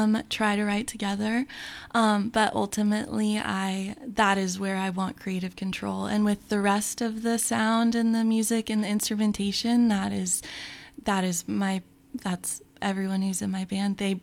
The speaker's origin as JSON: {"language": "English", "region": "California", "country": "United States", "tie": "born or raised there", "also_born_or_lived": "Texas", "moved": "yes", "lives_now": "Jefferson County, United States", "said": "I'm from Texas. And even though I grew up mostly in California and have lived here for a while"}